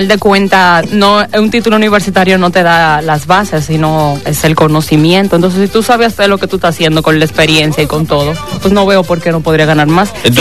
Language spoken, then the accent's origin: Spanish; Dominican Republic; accent: Dominican; moved away; Soy de República Dominicana